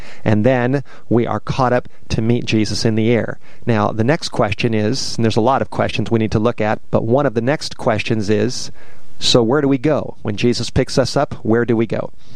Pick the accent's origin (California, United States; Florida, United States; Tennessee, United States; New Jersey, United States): California, United States; Studio City; I grew up in Studio City of Southern California, and I tell you, the city that I lived in was not a holy city.